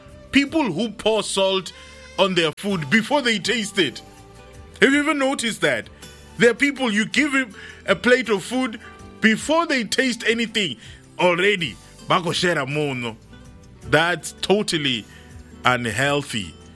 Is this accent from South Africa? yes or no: yes; South Africa